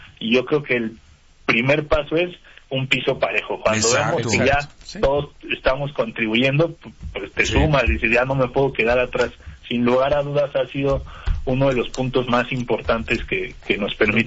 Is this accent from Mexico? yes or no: yes; Mexico